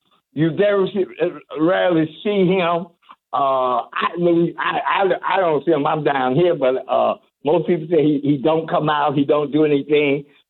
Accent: Detroit, Michigan, United States; I'm from Detroit.

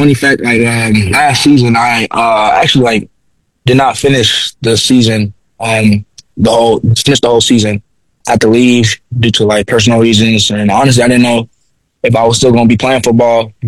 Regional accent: Little Rock, Arkansas, United States; I'm originally on from Little Rock, Arkansas

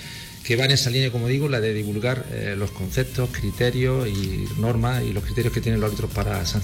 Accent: Almería, Andalusia, Spain; estoy en mi tierra

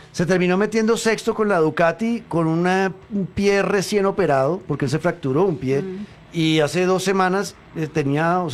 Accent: Colombia; yo soy el típico colombiano

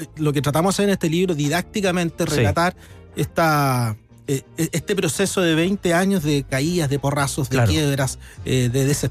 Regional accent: Chile; Somos primero occidentales, segundo somos latinos, y tercero, y más encima, somos chilenos.

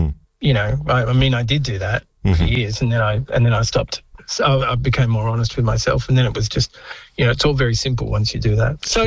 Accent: Melbourne, Victoria, Australia; born or raised there; also born or lived in Central Australia

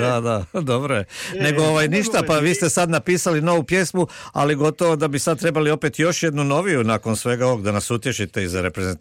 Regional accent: Osijek, Osijek-Baranja County, Croatia; Ja sam iz Osijeka, mi smo jako osjećajni.

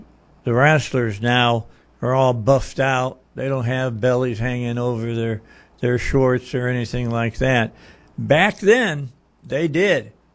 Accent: Illinois, United States; Although, the guy that I grew up outside of Chicago, a lot of you know

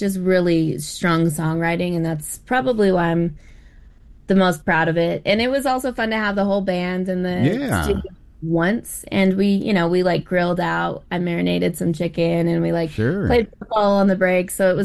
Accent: Alaska, United States; now in Denver, United States; I'm based here in Denver. I'm originally from Alaska, and my roots are in the Tsimshian and Tsuqpiaq tribes.

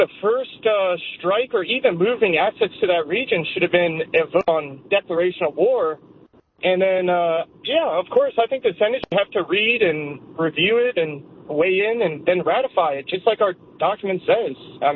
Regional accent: Virginia, United States; I'm actually on a road trip in Missouri to Colorado, but I'm from Northern Virginia.

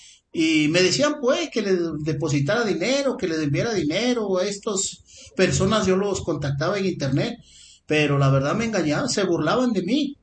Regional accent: Puebla, Mexico; qué bueno que le haya gustado ese molecito que hacemos allá en mi tierra, allá en Puebla.

